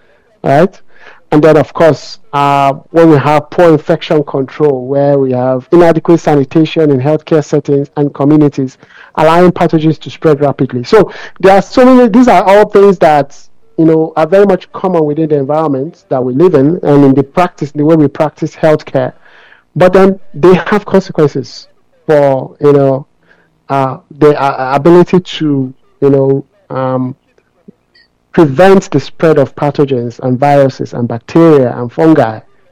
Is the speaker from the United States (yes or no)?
no; Nigeria; I don't know, you know, growing up in Nigeria, you may have heard people used to say that, oh, particular strains of malaria no longer respond to the malaria medication.